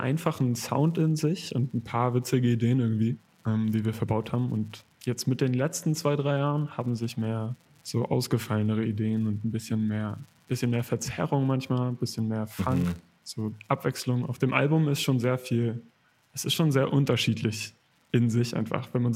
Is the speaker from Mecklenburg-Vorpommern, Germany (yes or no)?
yes; Rostock, Mecklenburg-Vorpommern, Germany; now in Dresden, Germany; Ja, ich aus Rostock.